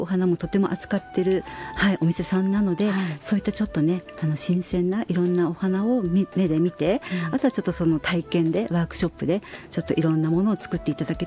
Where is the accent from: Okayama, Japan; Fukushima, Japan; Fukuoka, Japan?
Fukushima, Japan; Koriyama; 実行委員の中に西田町のものが2人、私も含めていまして